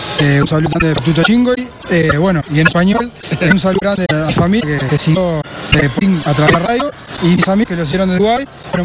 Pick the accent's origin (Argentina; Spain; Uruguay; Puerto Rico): Uruguay; vengo de Uruguay, de Canes, chino a Montevideo, capital.